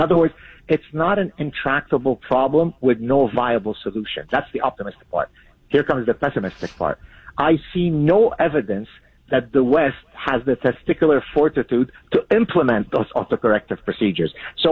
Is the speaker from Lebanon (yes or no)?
yes; Lebanon; first language Arabic; English is a second language; since Arabic is my mother tongue, since I come from Lebanon.